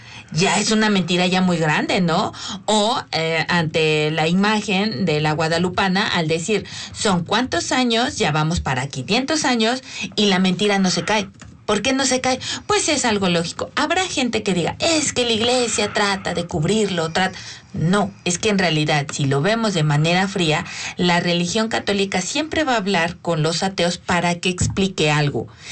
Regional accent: Mexico; nos da esta identidad como seres mexicanos.

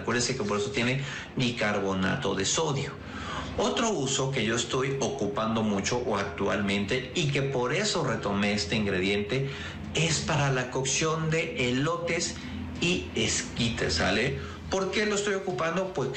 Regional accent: Mexico City, Mexico; moved away as an adult; now in Puebla, Mexico; yo soy de la Ciudad de México, llegué a Puebla hace unos 20 años

